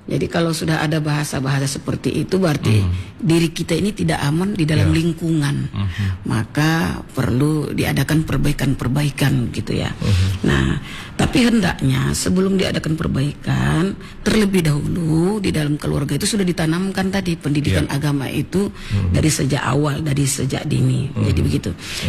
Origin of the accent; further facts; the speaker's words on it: Tanjungbalai, North Sumatra, Indonesia; Yang Tanjung Balai ini daerah saya nih.